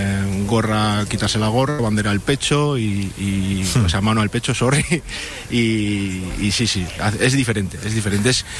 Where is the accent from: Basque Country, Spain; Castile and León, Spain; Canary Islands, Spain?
Basque Country, Spain; Bilbao; moved away as an adult; now in Chattanooga, United States; Pues soy de Bilbao